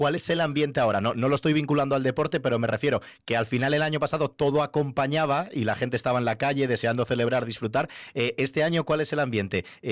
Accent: Castile and León, Spain; Y yo, por ejemplo, soy de León, pero soy de un pueblo, es decir, no vivo en León.

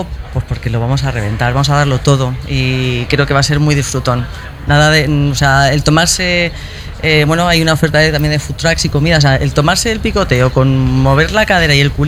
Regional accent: Spain; siendo española, y aunque llevo hablando inglés muchos, muchos años, porque también he tenido trabajos en los que he tenido que hablar en inglés, no soy nativa

